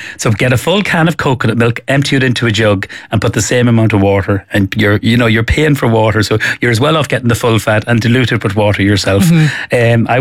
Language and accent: English; County Cavan, Ireland; I know we're from Cavan